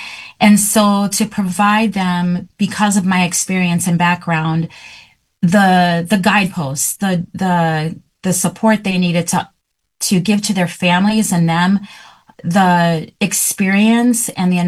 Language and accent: English; Florida, United States; moved away as an adult; now in Wisconsin, United States; I am actually originally from Florida